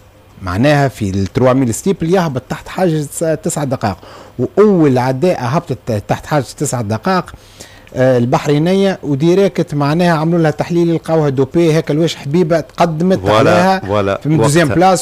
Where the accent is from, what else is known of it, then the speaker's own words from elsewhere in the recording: Tunis, Tunis Governorate, Tunisia; أنا من تونس العاصمة